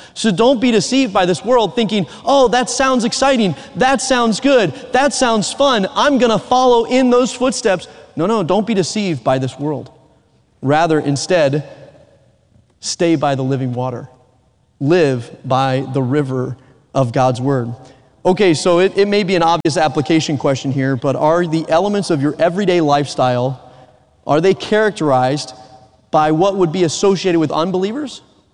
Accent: the South, United States; accent: Southern; Southern is my first language. I had to relearn English in college.

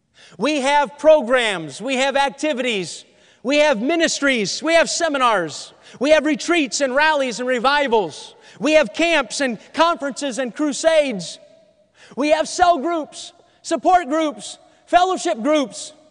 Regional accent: New Hampshire, United States; born there; also born or lived in New York / Maine; now in Ohio, United States; Before I moved to Ohio, I grew up in New England. I love New England. I live in Ohio now, but I love growing up in New England. I was born in New York. I lived in Maine for 6 years. Lived about 12, 13, 14 years in the state of New Hampshire.

